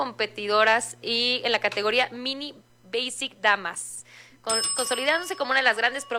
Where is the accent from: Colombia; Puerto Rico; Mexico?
Mexico; mucho mi luz, porque me siento más orgullosa mexicana que cualquier otro momento.